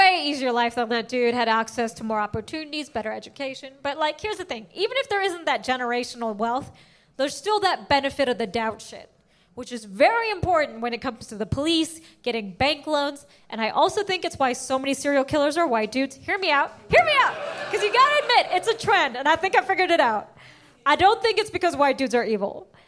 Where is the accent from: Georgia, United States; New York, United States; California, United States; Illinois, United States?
Illinois, United States; Like I said, I grew up in Illinois. I worked at a county fair.